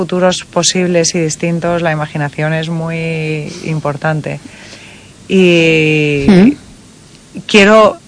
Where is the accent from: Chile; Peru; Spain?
Spain; Cádiz, Andalusia; now in Vigo, Spain; yo soy de Cádiz, y Cádiz y Vigo tienen muchas cosas en común, mucho más de lo que la gente piensa. Son ciudades atlánticas, son ciudades de puerto, son ciudades con cierto misterio, son ciudades en las que hay una comunicación entre la gente muy especial.